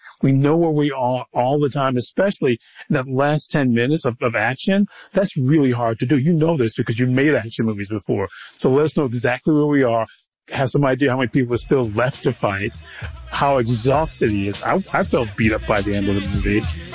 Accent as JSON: {"language": "English", "town": "Detroit", "region": "Michigan", "country": "United States", "said": "I'm from Detroit, so unfortunately I've lived through that part of Ohio a lot."}